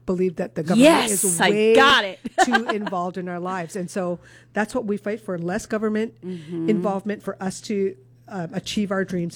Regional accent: Mililani, Hawaii, United States; my hometown of Mililani or on my island.

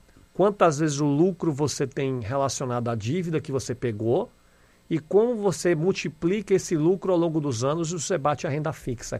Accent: Northeast Region, Brazil; Eu danço em casa com minha filha forró, que eu sou nordestino.

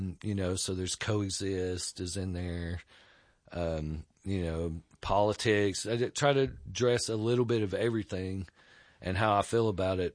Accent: Rossville, Georgia, United States; I grew up in Rossville, Georgia. So it's right across the state line, you know. So I've been around Chattanooga my whole life, yeah.

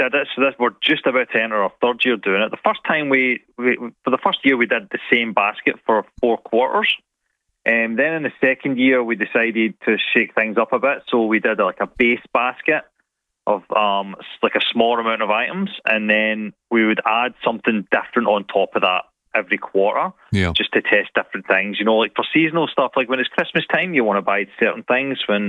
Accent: Scotland, United Kingdom; really thick soups that I love to make because I'm Scottish.

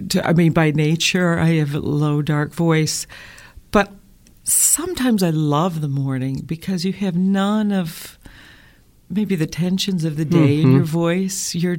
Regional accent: Flint, Michigan, United States; I grew up in Flint, Michigan.

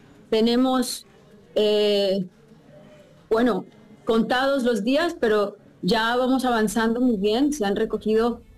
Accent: Barranquilla, Atlántico, Colombia; a mi Colombia, a mi tierra, a mi gente de Barranquilla. Gracias por ser mi familia.

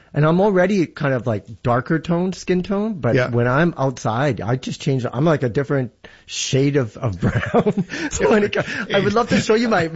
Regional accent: Canada; I'm Canadian.

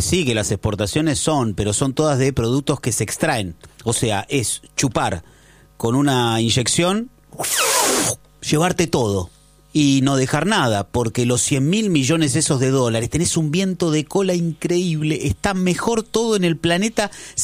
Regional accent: Argentina; Acá somos todos argentinos

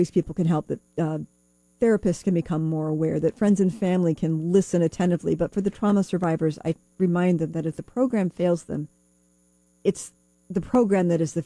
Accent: Bloomington, Indiana, United States; My very first smoky one in my hometown of Bloomington

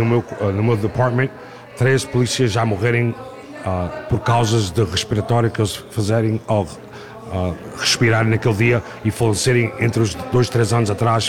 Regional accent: Portugal; now in Newark, United States; Temos restaurantes, lojas, pastelarias, padarias, tudo portuguesas. Eu até sou português.

